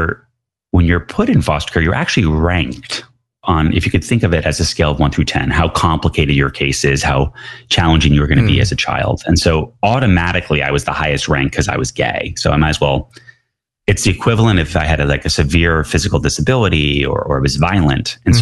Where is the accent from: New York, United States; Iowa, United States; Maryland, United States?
New York, United States; New York City; growing up in New York City